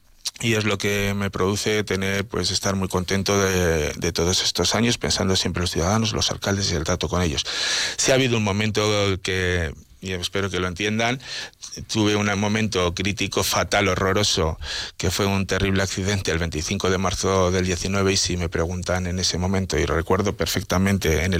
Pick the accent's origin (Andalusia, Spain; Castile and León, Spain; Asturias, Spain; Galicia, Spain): Castile and León, Spain; Fombellida; Yo vengo de Fuenbellida